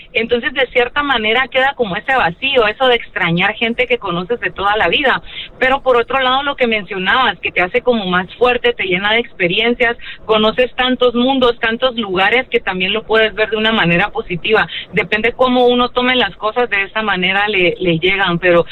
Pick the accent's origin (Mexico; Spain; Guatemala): Guatemala; Ah, qué bueno, de Guatemala.